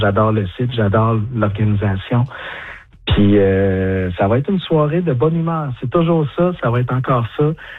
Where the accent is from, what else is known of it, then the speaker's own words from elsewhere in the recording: Sherbrooke, Quebec, Canada; Chez nous, à Sherbrooke